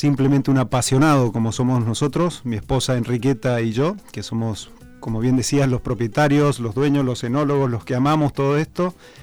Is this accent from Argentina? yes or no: yes; Argentina; now in Spain; Por supuesto, yo soy de Argentina y en específicamente...